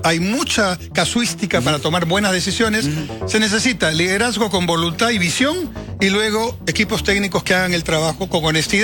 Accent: Peru; a mí como peruano y como exministro me interesa que avance

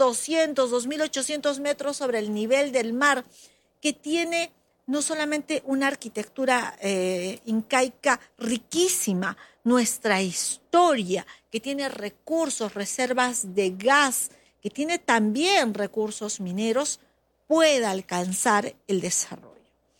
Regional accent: Peru; le dicen, ¿de dónde tú vienes? Yo vengo del Perú.

